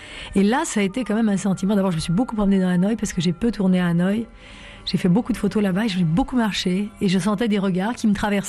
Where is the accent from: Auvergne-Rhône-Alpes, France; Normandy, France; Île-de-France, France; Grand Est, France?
Île-de-France, France; Paris; je suis française